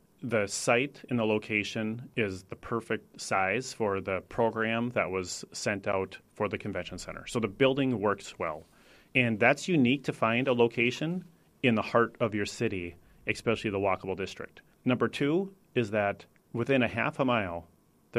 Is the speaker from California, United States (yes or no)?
no; Wahpeton, North Dakota, United States; now in Fargo, United States; I'm from Wahpeton, and I grew up in my family owned a landscape construction business.